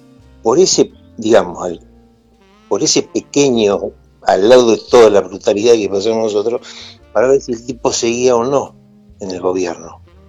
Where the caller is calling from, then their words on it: Mar del Plata, Buenos Aires Province, Argentina; Yo soy acá de Mar del Plata